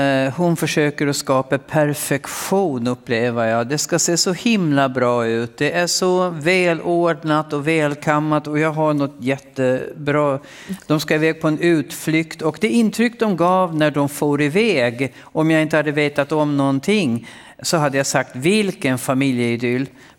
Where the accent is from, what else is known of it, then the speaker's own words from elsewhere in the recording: Gotland, Sweden; accent: Gotlandic; moved away as an adult; utan jag pratar vanlig gotländska